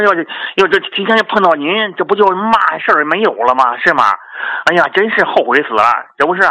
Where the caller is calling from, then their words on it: Jinghai, Tianjin, China; 哎呀，王老师，没事儿，我天津静海的。